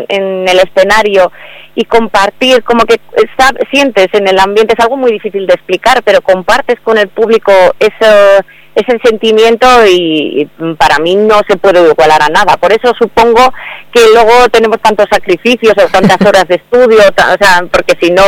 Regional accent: San Sebastián, Basque Country, Spain; voy a Donosti en enero con … que está en el Victoria Eugenia, que estoy contenta de cantar por fin en mi tierra.

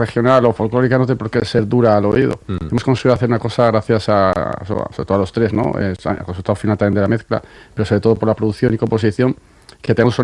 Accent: Basque Country, Spain; yo soy vasco

